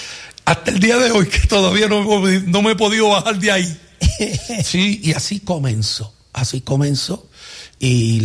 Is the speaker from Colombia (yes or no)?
no; Bayamón, Puerto Rico; Yo soy de Bayamón, vaquero de Bayamón.